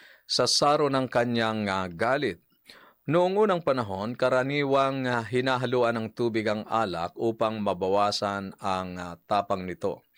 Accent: Quezon, Calabarzon, Philippines; Ako po ay taga Quezon at doon sa amin ay uso ang lambanog.

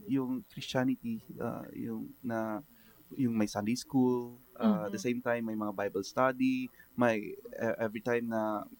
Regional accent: Baguio, Cordillera Administrative Region, Philippines; ako po ay taga Baguio. Mm-hmm. I am from the suburb capital of the Philippines, Baguio.

